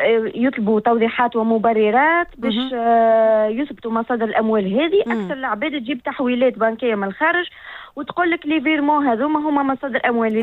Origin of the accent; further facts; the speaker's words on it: Tunisia; عندنا في تونس